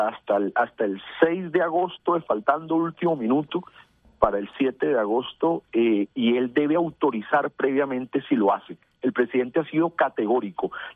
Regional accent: Barranquilla, Atlántico, Colombia; Mire, yo soy barranquillero

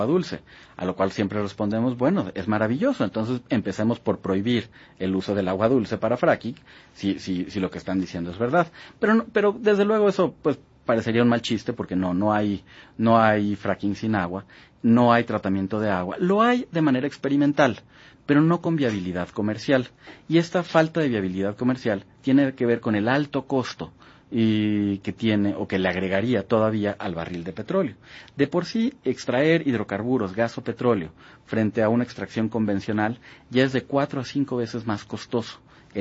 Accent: Mexico; Imaginemos que cada mexicano, de los más de 120 millones que somos, cada mexicano tuviera que poner una pipa y media de 10.000 litros cada una.

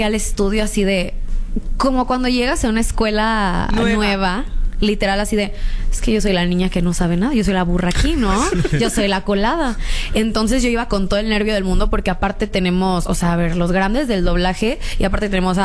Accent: Reynosa, Tamaulipas, Mexico; also born or lived in Monterrey; Yo nací en Monterrey, pero toda mi infancia la viví en Reynosa.

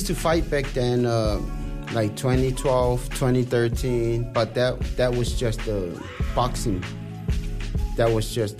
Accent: Samoa; now in Alaska, United States; I'm originally from Samoa. I was born and raised.

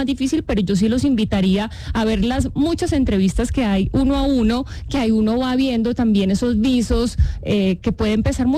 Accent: Colombia; el personaje que nos va a liderar a nosotros como colombianos

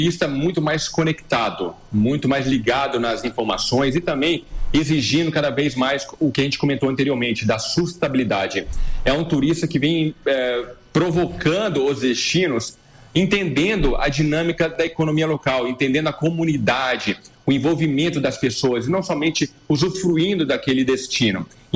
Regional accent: Rio de Janeiro, Brazil; como que é viajar para o Rio de Janeiro, que eu sou carioca, é uma dificuldade.

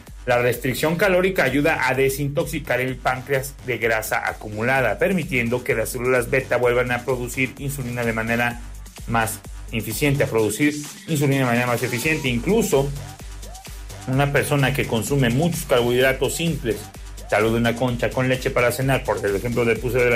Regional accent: Mexico; Aunque parezca suizo, aunque parezca europeo, no, soy mexicano.

